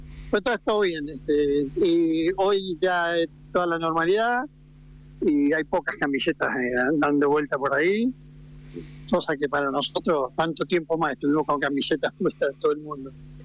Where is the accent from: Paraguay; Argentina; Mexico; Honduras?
Argentina; now in Spain; los argentinos acá la sufrimos, porque cada vez que nos encontramos con alguien que nos detecta como argentino